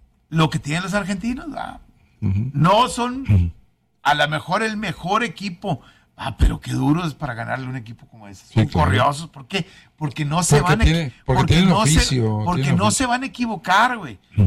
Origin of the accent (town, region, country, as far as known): Mexico